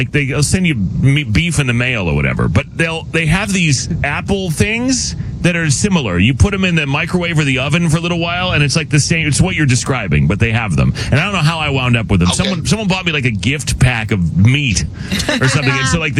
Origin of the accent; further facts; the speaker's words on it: Arizona, United States; moved away; I grew up with this on the West Coast in Arizona.